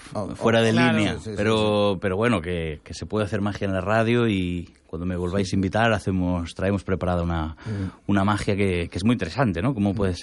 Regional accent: A Coruña, Galicia, Spain; Y me dicen, ¿de dónde eres? Y yo, pues de un sitio que se llama Coruña.

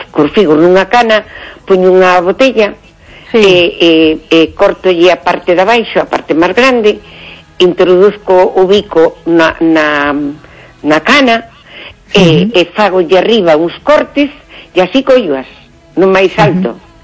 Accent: Freixo de Deva, Galicia, Spain; Son de Freixo de Deva, un pobo precioso, precioso.

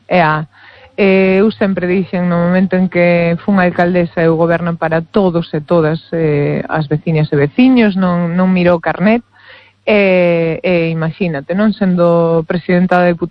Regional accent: Burela, Galicia, Spain; para min pois son de Burela igual que son eu.

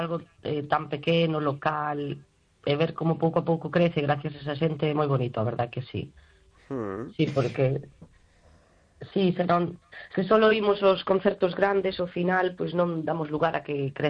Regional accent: Argentina; veño de Argentina

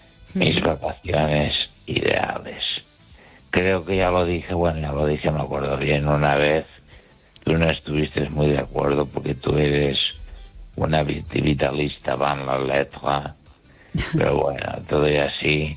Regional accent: Catalonia, Spain; Spanish is a second language; Y ahora soy escritor español, catalán en expresiones española. Yo me siento muy orgulloso.

